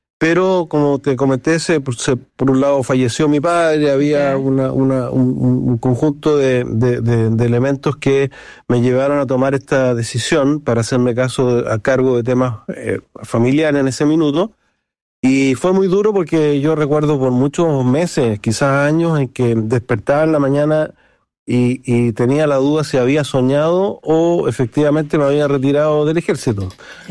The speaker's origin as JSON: {"language": "Spanish", "region": "Valparaíso", "country": "Chile", "tie": "born or raised there", "also_born_or_lived": "Viña del Mar", "said": "La verdad que yo nací en Viña del Mar, pero viví los primeros años de vida en Valparaíso."}